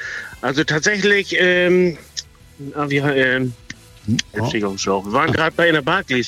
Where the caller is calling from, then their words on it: Lübeck, Schleswig-Holstein, Germany; Aus Lübeck.